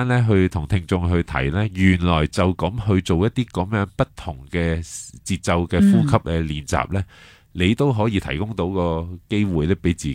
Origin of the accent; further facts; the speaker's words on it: Hong Kong; 我哋香港人